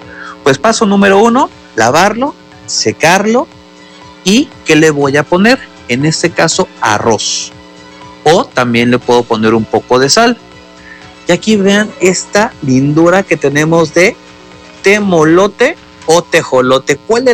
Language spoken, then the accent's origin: Spanish; Mexico; como mexicanos o cocineros mexicanos